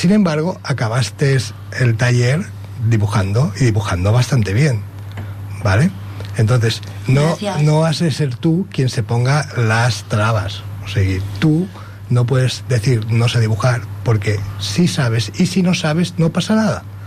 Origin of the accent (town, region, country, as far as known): Catalonia, Spain